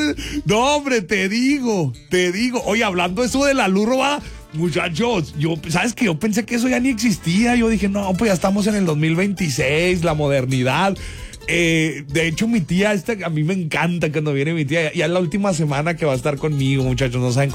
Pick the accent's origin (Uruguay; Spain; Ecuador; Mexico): Mexico; Uno como mexicano, como que las malas cosas las tienes que hacer como broma para que no duela tanto.